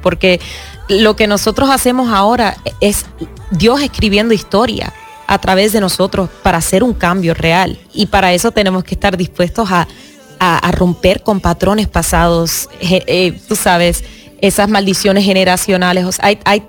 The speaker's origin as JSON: {"language": "Spanish", "country": "Puerto Rico", "tie": "born or raised there", "said": "van a haber más boricuas en mi proyecto, porque yo crecí en Puerto Rico, exacto, o sea, hay mucho sazón caribeño ahí."}